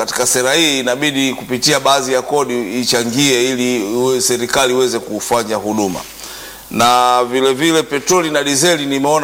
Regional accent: Bariadi, Simiyu, Tanzania; now in Dar es Salaam, Tanzania; kule kwetu Bariadi tulikuwa tunatumia mkokoteni wa punda

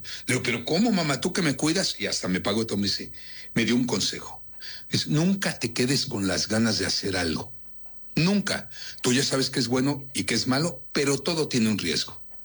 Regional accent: Mexico

